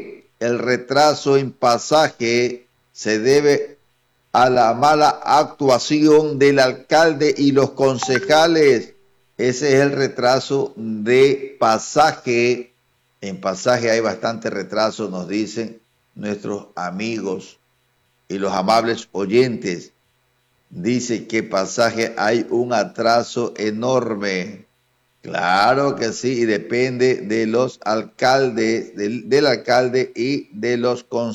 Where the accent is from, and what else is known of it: Ecuador